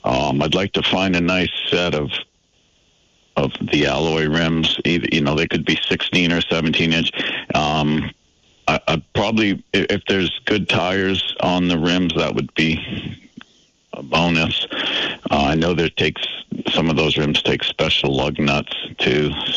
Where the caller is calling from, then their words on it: Danville, Vermont, United States; I'm calling from Danville